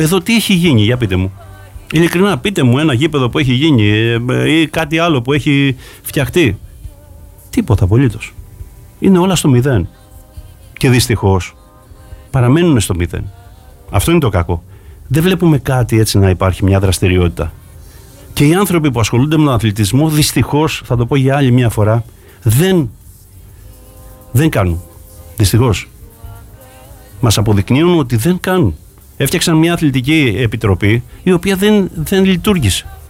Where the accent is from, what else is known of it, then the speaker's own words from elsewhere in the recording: Gastouni, West Greece, Greece; now in Zakynthos, Greece; Μάλιστα από εκεί είμαι. Αγαπώ πάρα πολύ τον τόπο μου, όπως αγαπώ ακόμα περισσότερο τώρα εδώ που μένω τη Ζάκυνθο.